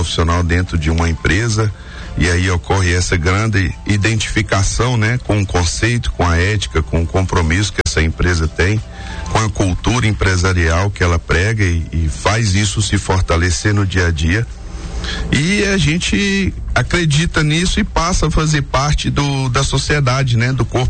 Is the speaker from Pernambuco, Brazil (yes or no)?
no; Teófilo Otoni, Minas Gerais, Brazil; accent: quase baianado; now in Vale do Aço, Brazil; Rapaz, eu sou lá do interior de Minas, lá de Teoflotone. A gente vem com aquele jeitinho quase baianado, né? A turma brinca que a gente é o baiano cansado, né?